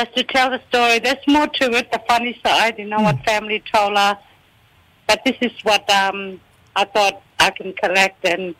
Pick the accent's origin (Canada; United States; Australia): Australia; Wurrumyanga, Northern Territory; I come from Tiwi Island, a little community called Wurrumyanga.